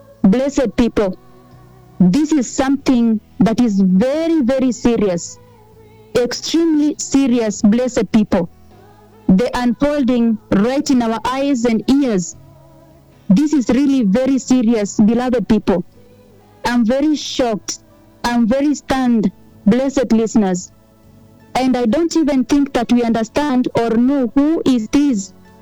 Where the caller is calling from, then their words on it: Nairobi, Kenya; I'm calling live from Nairobi